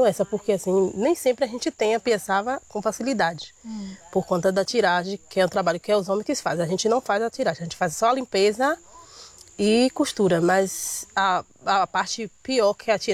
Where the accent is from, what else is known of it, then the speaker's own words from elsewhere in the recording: Brazil; born there; a gente nasceu aqui no Quilombo, né? E como é uma raiz quilombola